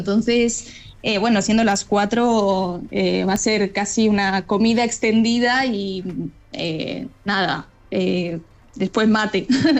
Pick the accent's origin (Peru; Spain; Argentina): Spain; born there; Obviamente también yo nací en España, he vivido muchísimos años en España y sigue siendo mi tierra.